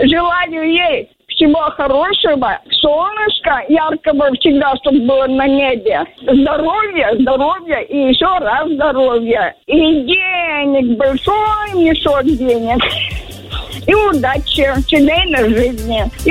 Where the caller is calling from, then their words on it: Perm, Perm Krai, Russia; Я звоню из Перми.